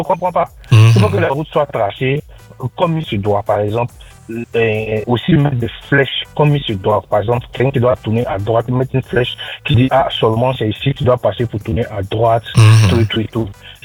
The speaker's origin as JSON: {"language": "French", "region": "Abidjan", "country": "Côte d’Ivoire", "moved": "yes", "said": "Moi, je suis de Yopougon."}